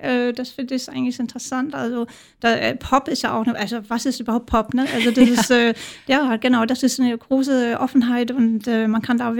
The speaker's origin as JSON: {"language": "German", "country": "Denmark", "said": "Gut, man könnte sagen, als Dänin muss ich unbedingt den dänischen Act nennen"}